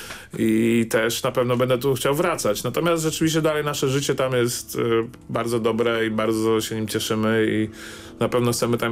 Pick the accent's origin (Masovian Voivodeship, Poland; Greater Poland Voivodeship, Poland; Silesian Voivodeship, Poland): Masovian Voivodeship, Poland; Warsaw; moved away; jestem warszawiakiem